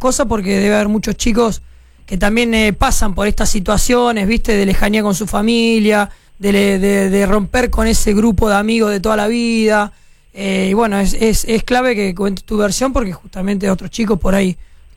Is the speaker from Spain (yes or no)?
no; Mar del Plata, Buenos Aires Province, Argentina; Yo soy de Mar del Plata y me he ido a jugar a Renato Cesarini en Rosario y nos dieron el fin de semana libre. Me volví para Mar del Plata